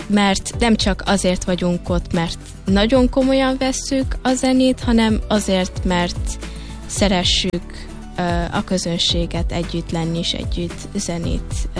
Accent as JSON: {"language": "Hungarian", "country": "Hungary", "moved": "yes", "lives_now": "Netherlands", "said": "Mert szerintem elég unalmas lenne, ha mindenki azt mondja, hogy holland vagyok, mert már 20 éve itt élek."}